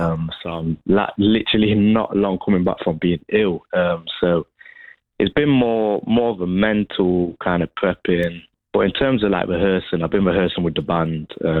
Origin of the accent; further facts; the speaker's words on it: Nottingham, East Midlands, United Kingdom; when you're from like areas like St. Anne's, you don't get much opportunity a lot of times